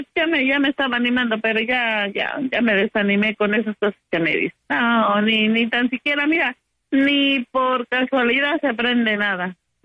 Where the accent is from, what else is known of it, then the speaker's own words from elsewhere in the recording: Veracruz, Mexico; Yo soy jarocha, yo soy de tierra caliente, soy fogosa.